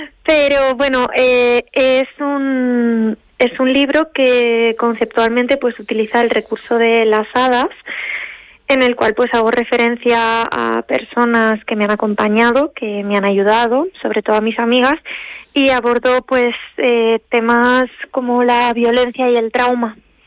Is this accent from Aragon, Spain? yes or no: yes; Teruel, Aragon, Spain; also born or lived in Barcelona province; No, crecí en Teruel, aquí en la capital.